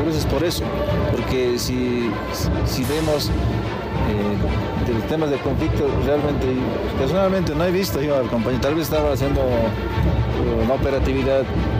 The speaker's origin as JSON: {"language": "Spanish", "country": "Bolivia", "said": "Yo voy a defenderme como ciudadano boliviano y también como autoridad."}